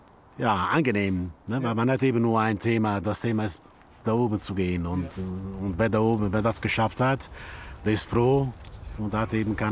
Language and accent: German; Italy; ich als Italiener